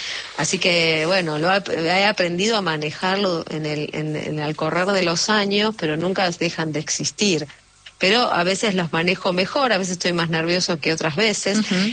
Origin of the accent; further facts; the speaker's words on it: Buenos Aires, Argentina; Yo soy de Barracas.